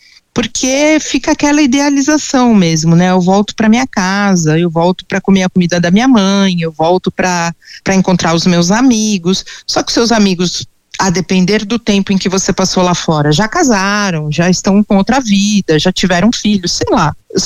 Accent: São Paulo, Brazil; eu sou aqui de São Paulo, eu desci em Cumbica, e eu até hoje eu moro na Zona Leste

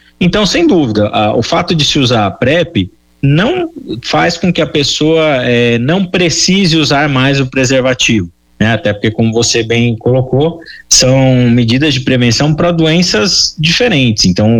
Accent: Brazil

